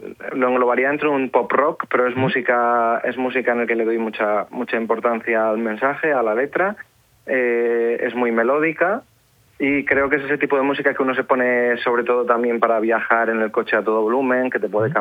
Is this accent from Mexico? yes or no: no; León, Castile and León, Spain; soy de León